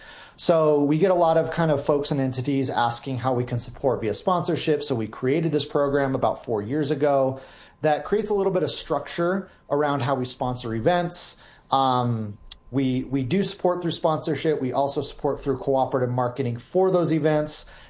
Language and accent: English; Albuquerque, New Mexico, United States; also born or lived in Nebraska / Las Vegas, Nevada / Las Cruces; I've had the luxury of spending most of my life in New Mexico. I was born and raised in Albuquerque. You know, I was a son of a military family, so we kind of moved around a little bit when I was a kid, spent a couple years in Nebraska, spent a couple years in Las Vegas, Nevada.